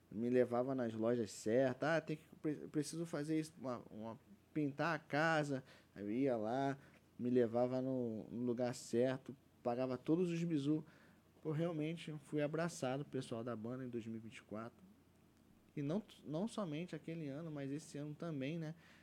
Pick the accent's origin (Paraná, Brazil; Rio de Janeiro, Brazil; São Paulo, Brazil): Rio de Janeiro, Brazil; moved away as an adult; a gente está voltando para nossa casa, né? Somos carioca